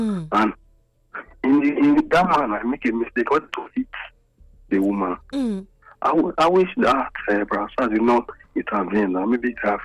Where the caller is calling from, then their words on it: Nigeria; from Onogwa.